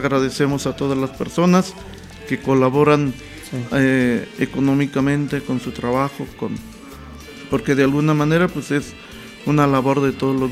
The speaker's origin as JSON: {"language": "Spanish", "town": "Villas Fuentes", "country": "Mexico", "tie": "born or raised there", "moved": "yes", "said": "Concretamente estuve en mi tierra, que se llama Villas Fuentes."}